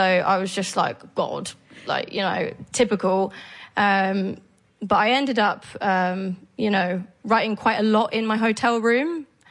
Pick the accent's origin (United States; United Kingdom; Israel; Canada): United Kingdom; Brighton, South East England; moved away; also born or lived in London; So I had to stay in London. I'm from Brighton, and it was all happening in London.